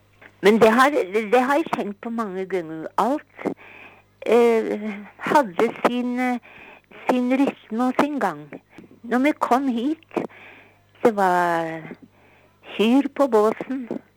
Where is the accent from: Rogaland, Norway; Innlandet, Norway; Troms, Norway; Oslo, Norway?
Oslo, Norway; born there; Jeg er født i Oslo i 36.